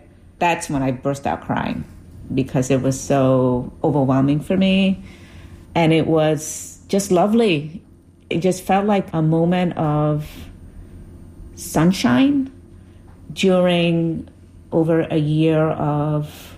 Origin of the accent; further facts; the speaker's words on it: Puerto Rico; Growing up in Puerto Rico, as a child, I remember being singled out and called La Negrita in endearing ways from loved ones.